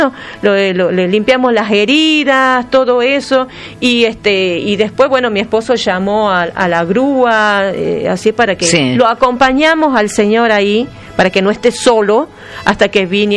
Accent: Argentina; Está el tucumano, el salteño, el norteño, somos todos argentinos

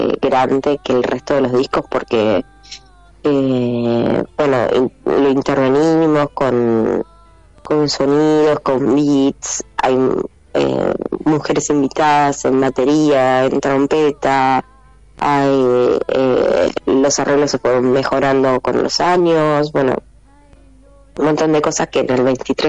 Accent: Luján, Buenos Aires Province, Argentina; moved away as an adult; also born or lived in Berlin / Barcelona; now in Buenos Aires, Argentina; durante 5 años viví en Berlín. También casi 2 viví en Barcelona. Así que, sí, bueno, desde que me fui de Luján, cuando terminé en el colegio secundario, hasta ahora, la mayoría del tiempo viví acá en Buenos Aires

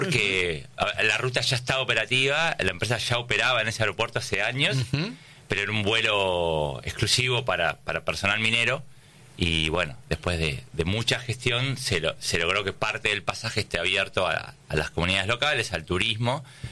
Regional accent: Buenos Aires, Argentina; De Buenos Aires, pero siempre mi corazón estuvo en la Patagonia, desde muy chico.

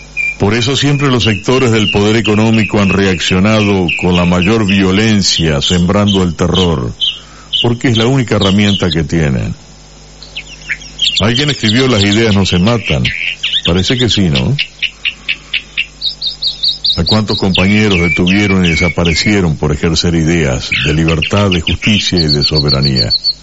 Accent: Entre Ríos, Argentina; Somos argentinos, entrerrianos de pura cepa.

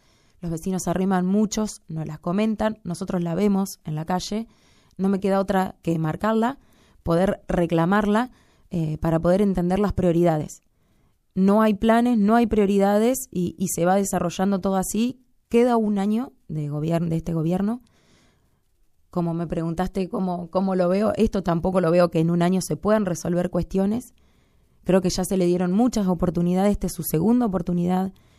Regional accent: Ramallo, Buenos Aires Province, Argentina; las personas que habitan nuestra ciudad

